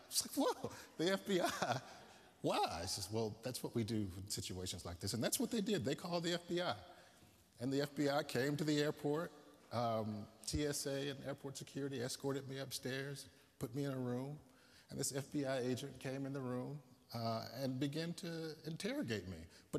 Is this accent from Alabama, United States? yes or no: no; Mississippi, United States; I mean, I thought it was bizarre, but I grew up black in Mississippi, and so you get used to the bizarre.